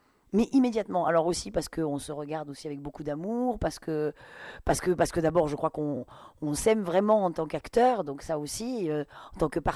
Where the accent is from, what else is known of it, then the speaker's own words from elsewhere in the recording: Southern France, France; je prends l'accent, parce que moi aussi, je viens du Sud